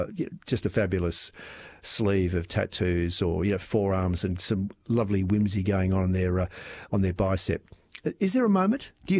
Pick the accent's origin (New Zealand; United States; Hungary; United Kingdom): New Zealand; Being a Kiwi, my own, one and only tattoo reflects my heritage and a deep love and affinity for New Zealand.